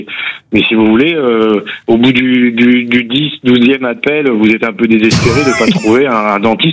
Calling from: Nouvelle-Aquitaine, France; Je suis en zone un peu plus rurale, voilà. Je suis à 1h15 de Périgueux

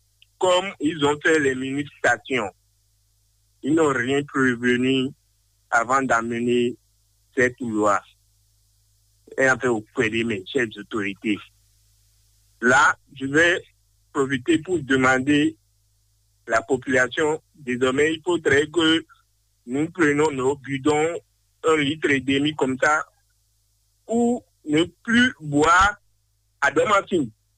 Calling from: Benin; Je vous appelle de Yenawa, papa.

